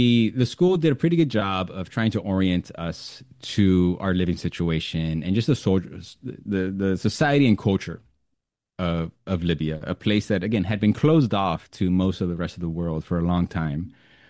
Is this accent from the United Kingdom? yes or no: no; United States; "Oh, I'm from the United States," they wouldn't believe me. They'd say, No. Originally, where are you from?" And I would have to say, like, "Oh, well, my family's from Mexico."